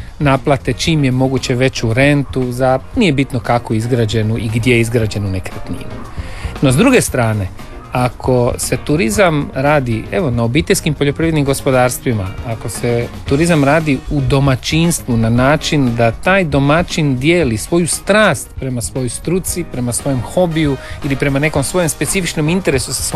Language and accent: Croatian; Karlovac, Karlovac County, Croatia; mi u Karlovcu, ja sam iz Karlovca